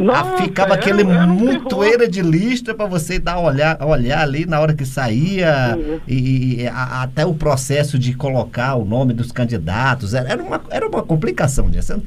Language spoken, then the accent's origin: Portuguese; Teresina, Piauí, Brazil; eu sou lá de Teresina